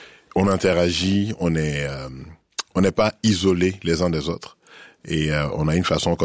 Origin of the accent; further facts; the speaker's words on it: Abidjan, Côte d’Ivoire; Et donc j'ai grandi à Cocody, dans un coin de la ville qui est plutôt calme. Mais Abidjan c'est un pays dans le pays.